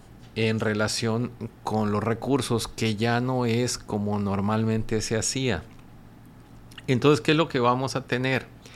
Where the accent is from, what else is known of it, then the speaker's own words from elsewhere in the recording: Mexico; Porque finalmente todos somos mexicanos.